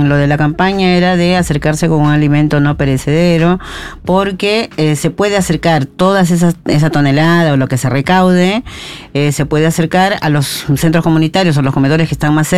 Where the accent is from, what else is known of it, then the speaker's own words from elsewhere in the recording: La Plata, Buenos Aires Province, Argentina; Yo soy de La Plata